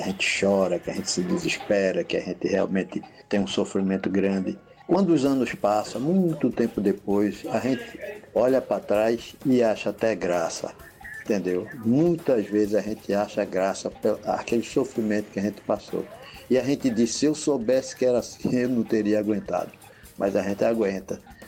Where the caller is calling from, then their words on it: Pernambuco, Brazil; aqui de Casa Forte.